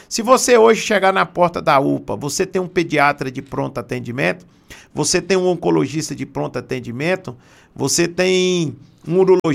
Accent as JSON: {"language": "Portuguese", "town": "Barra do Garças", "region": "Mato Grosso", "country": "Brazil", "tie": "born or raised there", "also_born_or_lived": "Cuiabá", "moved": "as an adult", "said": "eu nasci em Barra do Garça, moro aqui, eu morei em Cuiabá para estudar, para trabalhar, mas em 2013 retornei para Barra do Garça, que é a minha cidade, onde a minha mãe e minha família toda mora, onde eu fiz minha família"}